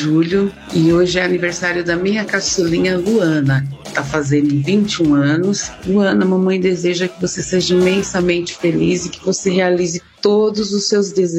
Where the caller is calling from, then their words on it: Santo André, São Paulo, Brazil; sou de Santo André